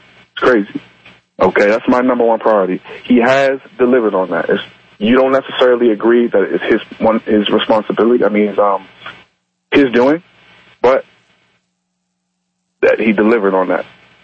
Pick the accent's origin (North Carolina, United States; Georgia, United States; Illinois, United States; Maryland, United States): Maryland, United States; Baltimore; growing up in Baltimore as a young black man